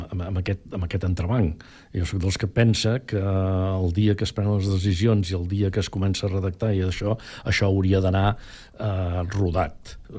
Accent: Catalonia, Spain

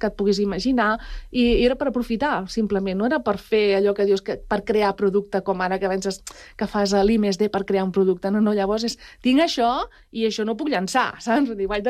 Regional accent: Palau-sator, Catalonia, Spain; Jo a vegades, no, sóc de la Bisbal, saps? De l'Empordà, no sé què, tal, no, sóc de Palau-sator, i ara ho dic ben alt, no? I sóc de pagès.

